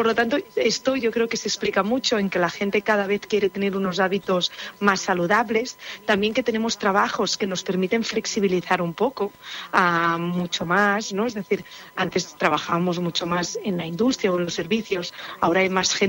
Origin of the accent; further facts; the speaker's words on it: Spain; Recordemos que en España somos el país de la Unión Europea que nos íbamos a dormir más tarde